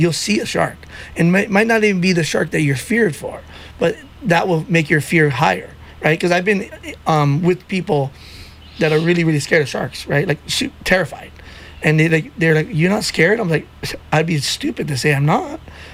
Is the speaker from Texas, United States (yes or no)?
no; Hawaii, United States; As a Hawaiian